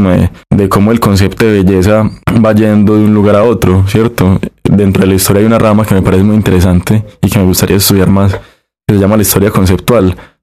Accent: Medellín, Antioquia, Colombia; born there; yo que nací en Medellín, que nací en una época, que vi en mi infancia algunas cosas y en mi adolescencia otras y en mi adultez otras, que fui criado también por una familia con cierto estrato socioeconómico

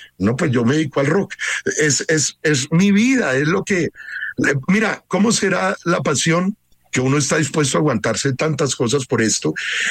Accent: Colombia; nosotros como colombianos

